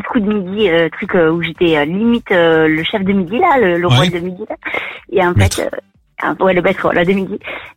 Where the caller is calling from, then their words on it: Occitanie, France; moi, je viens d'un petit village à côté de Toulouse et j'ai 38 ans.